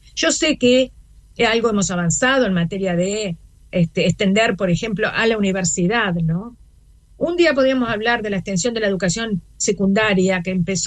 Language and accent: Spanish; Cerro Largo, Uruguay; yo reivindico mi carácter, rural, de tierra adentro, y vaya si será tierra adentro, porque yo nací en Cerro Largo, y me siento una privilegiada en algunos sentidos, porque formo parte del Uruguay amplio